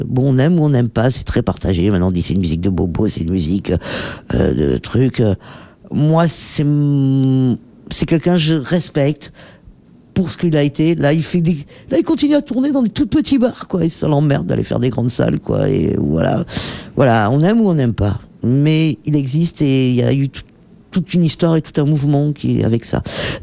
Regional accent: France; je viens de la France

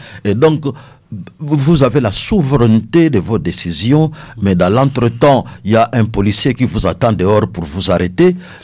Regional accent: DR Congo; Nous sommes Congolais, nous avons toutes les capacités qu'il faut, toutes les compétences.

